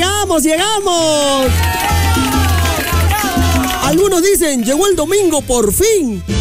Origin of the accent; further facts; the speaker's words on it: Peru; Como peruanos, unidos, hoy votamos por el Perú.